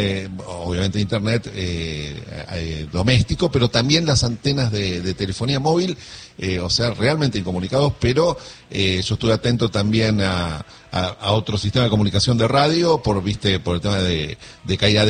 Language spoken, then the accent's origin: Spanish; Argentina